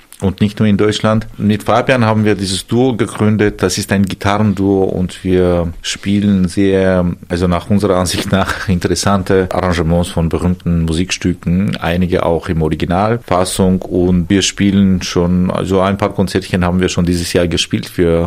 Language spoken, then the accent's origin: German; Armenia; moved away; woher kommst du? Armenien